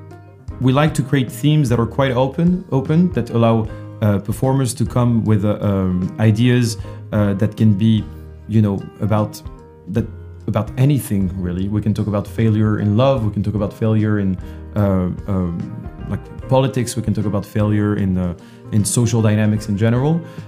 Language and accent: English; Paris, Île-de-France, France; English is a second language; I'm from France, I'm from Paris, but I've been here for quite a long time.